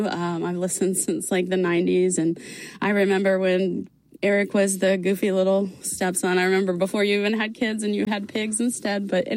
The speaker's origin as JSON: {"language": "English", "region": "Georgia", "country": "United States", "said": "I am from Georgia as well, so I love hearing about Georgia."}